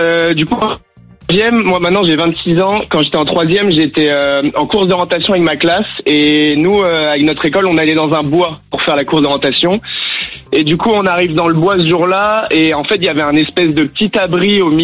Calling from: Brest, Brittany, France; Moi, je viens de Brest, en Bretagne.

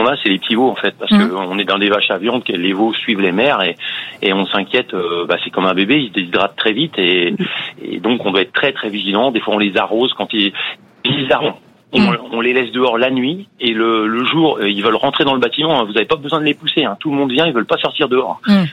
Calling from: Mayenne, Pays de la Loire, France; De la Mayenne.

